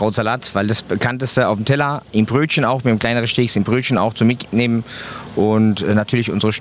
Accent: Kaiserslautern, Rhineland-Palatinate, Germany; Ich muss sagen, wir kommen aus der Region, ursprünglich von Kaiserslautern. Deswegen sind wir auch nahe zu Bad Kreuznach.

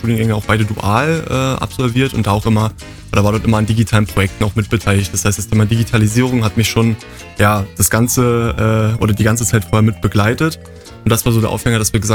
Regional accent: Berlin, Germany; born there; moved away as an adult; also born or lived in North Rhine-Westphalia; now in Cottbus, Germany; Ich bin tatsächlich zugezogen, bin gebürtiger Berliner

